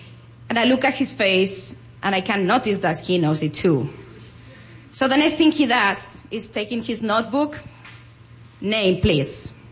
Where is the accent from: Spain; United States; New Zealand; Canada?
Spain; English is a second language; I'm from Spain, so I'm going to let you know how the Spaniards are. The Spaniards, we love to get things for free.